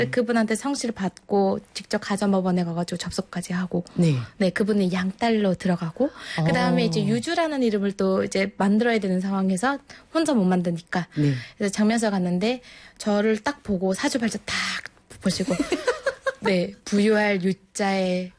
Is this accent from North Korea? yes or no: no; Mongolia; Korean is a second language; moved away as an adult; now in South Korea; 지금 한국 사람이 되어가지고 … 6, 7년 넘었습니다.